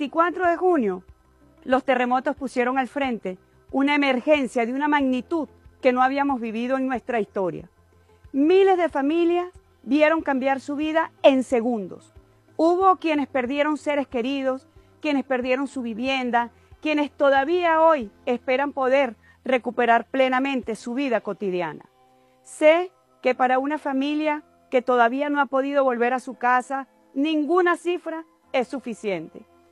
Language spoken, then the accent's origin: Spanish; Venezuela